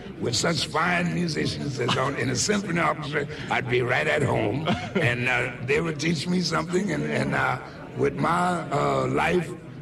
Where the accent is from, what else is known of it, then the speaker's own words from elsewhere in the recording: New Orleans, Louisiana, United States; Food? Well, I'm from New Orleans, quite naturally. I love red beans and rice.